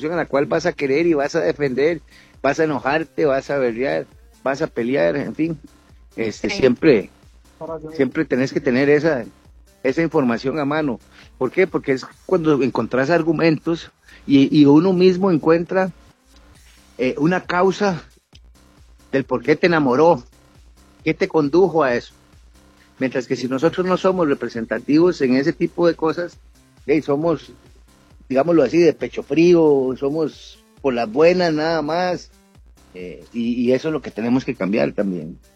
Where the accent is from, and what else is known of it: Costa Rica